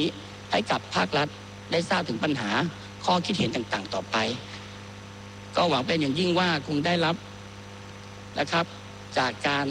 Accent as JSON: {"language": "Thai", "region": "Ranong", "country": "Thailand", "said": "ผมเป็นคนระนองคนหนึ่ง"}